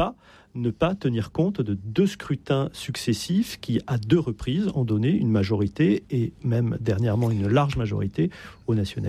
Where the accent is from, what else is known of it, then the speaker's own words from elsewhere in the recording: Corsica, France; Pour ma part, je suis Corse, d'origine corse, très attaché à la Corse